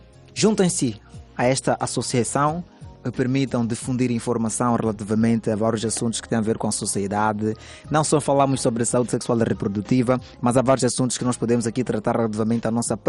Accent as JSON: {"language": "Portuguese", "country": "France", "tie": "born or raised there", "also_born_or_lived": "Dubai / Abu Dhabi / Portugal", "lives_now": "Mozambique", "said": "eu nasci em Dubai, a minha infância resume-se na França, fiz o ensino primário em Abu Dhabi, o ensino secundário foi em Portugal e recentemente cheguei a Moçambique."}